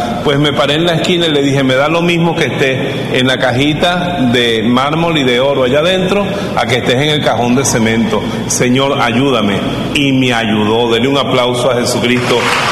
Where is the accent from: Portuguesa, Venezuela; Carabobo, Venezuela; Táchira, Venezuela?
Carabobo, Venezuela; Bejuma; born there; now in Valencia, Venezuela; la Virgen del Carmen que está en Bejuma, en mi pueblo